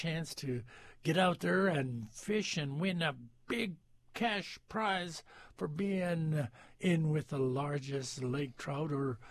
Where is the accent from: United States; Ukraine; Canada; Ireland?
Canada; Dease Lake, British Columbia; my hometown of Dease Lake.